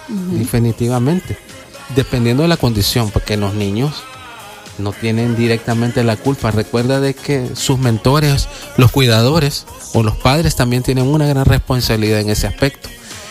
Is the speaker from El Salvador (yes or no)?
yes; El Salvador